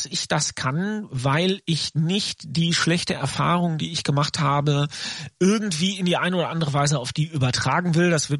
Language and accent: German; North Rhine-Westphalia, Germany; als Sauerländer